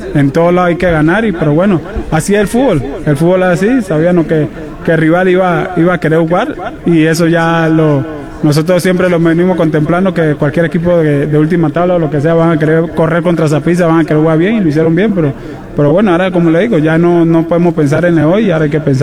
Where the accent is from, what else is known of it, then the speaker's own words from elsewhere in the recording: Panama; no fue más para el centro, sino fue más a la afuera, que fue muy complicado, pero no, al pueblo panameño que vamos a s